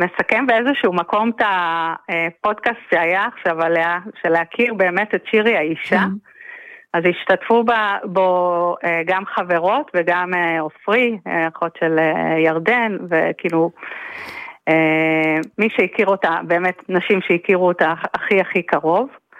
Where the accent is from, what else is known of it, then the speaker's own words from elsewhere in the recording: Nir Oz, Southern District, Israel; moved away as an adult; now in Kiryat Gat, Israel; אני בת קיבוץ ובת לאבא שלי היה ממייסדי הקיבוץ